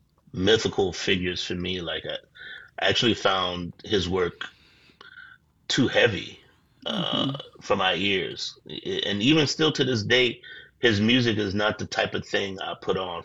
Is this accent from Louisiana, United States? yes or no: yes; New Orleans, Louisiana, United States; and growing up in New Orleans, too